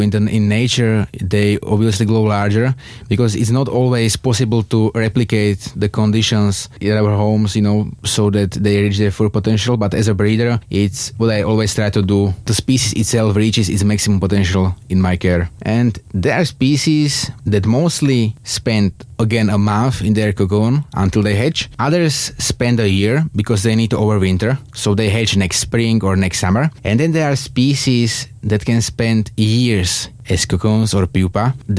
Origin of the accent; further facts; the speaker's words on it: Bielý Kostol, Trnava Region, Slovakia; I'm from Bielý Kostol in Slovakia.